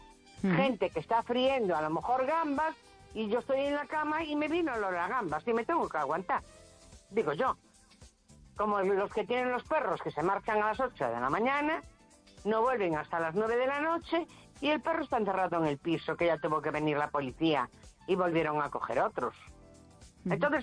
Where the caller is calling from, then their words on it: A Coruña, Galicia, Spain; De Coruña.